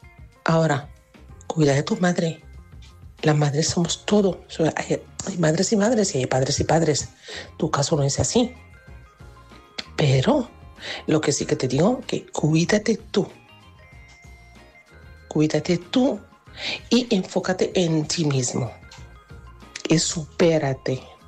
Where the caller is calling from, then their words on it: Alicante, Valencian Community, Spain; de Alicante.